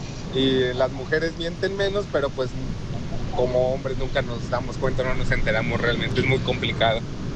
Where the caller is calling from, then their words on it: Celaya, Guanajuato, Mexico; realmente somos de Celaya